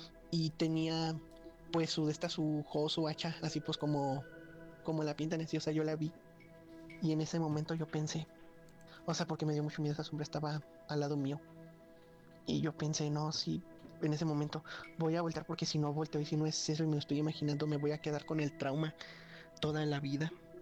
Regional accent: San Francisco del Rincón, Guanajuato, Mexico; de San Francisco del Rincón, Guanajuato.

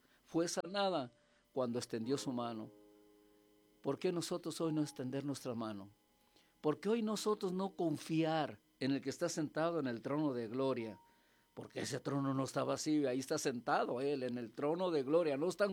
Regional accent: Mexico; nuestro México

